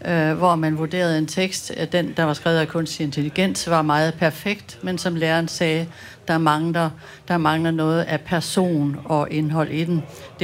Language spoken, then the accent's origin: Danish; Aarhus, Central Denmark Region, Denmark; Og jeg kommer fra Aarhus.